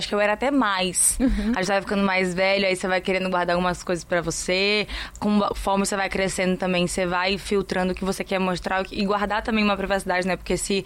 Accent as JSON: {"language": "Portuguese", "town": "Campos dos Goytacazes", "region": "Rio de Janeiro", "country": "Brazil", "tie": "born or raised there", "moved": "as an adult", "said": "Não, eu sou campista. Eu sou do interior do Rio de Janeiro, em Campos dos Goytacazes. Eu nasci lá a vida inteira, fiquei até 18 anos."}